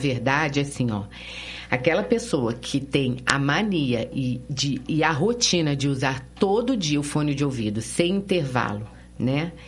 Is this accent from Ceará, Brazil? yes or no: no; Rio de Janeiro, Brazil; born there; moved away as an adult; now in Curitiba, Brazil; Sou carioca, nasci lá, mas estou morando aqui há 30 anos.